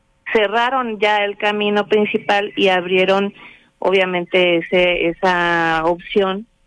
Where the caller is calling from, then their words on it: Hidalgo, Mexico; soy de habitante de Rincones de la Hacienda, tercera sección.